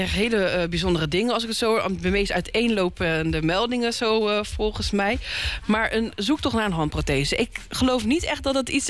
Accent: The Hague, South Holland, Netherlands; hier zo als Hagenaar

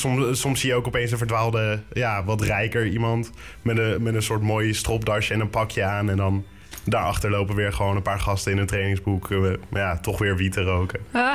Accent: The Hague, South Holland, Netherlands; now in Laak, The Hague, Netherlands; ik heb toen hier in Laak gewoond. Ik ben opgegroeid in Ypenburg.

